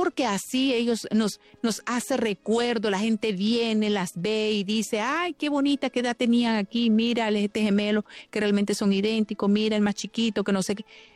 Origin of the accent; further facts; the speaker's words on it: Nicaragua; Yo quiero decirle a todo mi pueblo de Nicaragua este saludo.